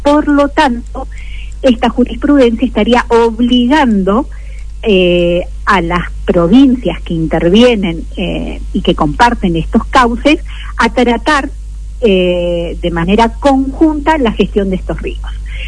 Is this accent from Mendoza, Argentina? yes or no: yes; Mendoza, Argentina; qué vamos a hacer como mendocinos ante esta postura reiterada que tiene La Pampa respecto a los recursos hídricos